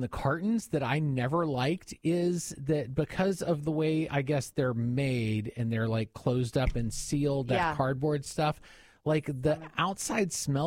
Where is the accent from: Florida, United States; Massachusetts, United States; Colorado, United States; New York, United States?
Florida, United States; Tampa; I grew up in North Tampa and it was the same. Our neighborhood was surrounded by orange groves twice a year.